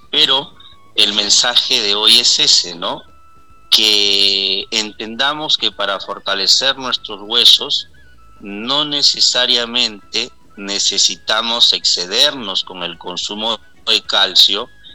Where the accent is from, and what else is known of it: Peru